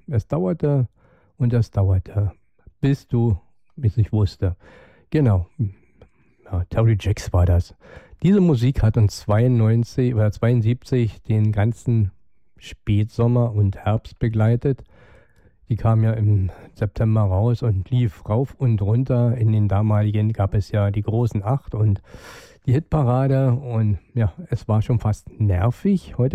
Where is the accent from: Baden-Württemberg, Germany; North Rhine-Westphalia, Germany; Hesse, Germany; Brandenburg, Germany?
Brandenburg, Germany; wie wir als Brandenburger das auch anders sehen